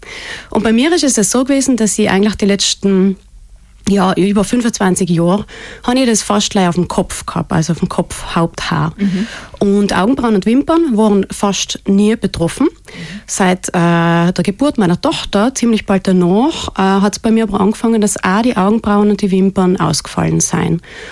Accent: Schnals, Trentino-Alto Adige, Italy; Ich bin gebürtige Schnalztalerin, sogar aus dem Pfossental, von Vorderkas.

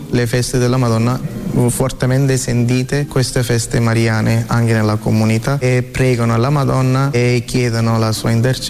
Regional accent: India; now in Italy; vengo dall'India, questa è la mia prima parrocchia affidata dal nostro arcivescovo Padre Bruno Forte.

